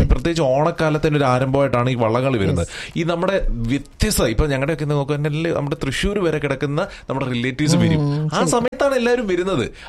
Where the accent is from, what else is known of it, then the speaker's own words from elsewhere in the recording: Kuttanad, Kerala, India; നമ്മുടെ ചമ്പക്കുളങ്ങാര് ഞങ്ങളുടെ കുട്ടനാടുകാരെല്ലാം